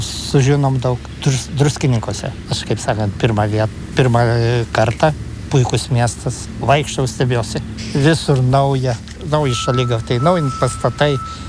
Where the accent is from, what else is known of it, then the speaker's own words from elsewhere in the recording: Samogitia, Lithuania; Anksčiau aš žemaitis, vo, nors žemaitišką ne visą gerą moku, bet retkarčias išeina.